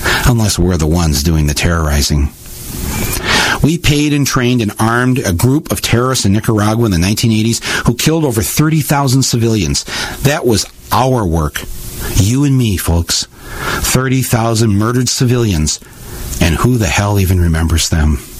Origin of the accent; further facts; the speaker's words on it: United States; I'm an American living in America.